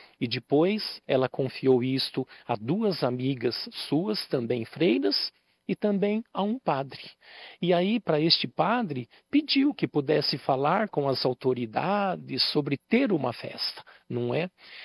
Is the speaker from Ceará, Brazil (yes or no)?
no; Matão, São Paulo, Brazil; moved away as an adult; retornei aqui para a minha cidade e para a minha paróquia, inclusive, porque eu sou original aqui desta paróquia do Senhor Bom Jesus, né?